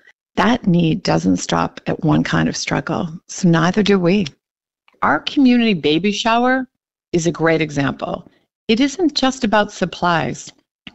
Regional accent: Falmouth, Massachusetts, United States; I grew up in Falmouth. I'm a Cape kid, born and raised. Coming back to work for the place that you're from is really a particular kind of privilege.

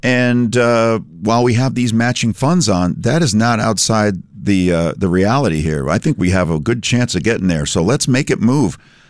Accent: Windsor, Connecticut, United States; moved away; I grew up in Windsor. Windsor's the next town over from Bloomfield

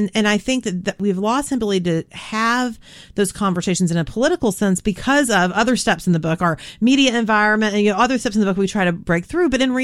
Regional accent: Texas, United States; I grew up in Texas.

